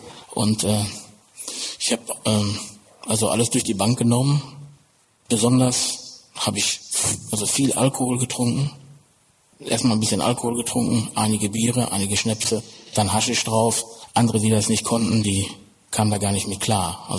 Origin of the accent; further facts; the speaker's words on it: North Rhine-Westphalia, Germany; Ich bin aufgewachsen im Ruhrgebiet als Sohn eines Bergmanns